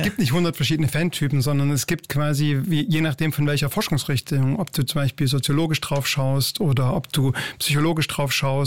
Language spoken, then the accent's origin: German; Leipzig, Saxony, Germany; ich komme aus Leipzig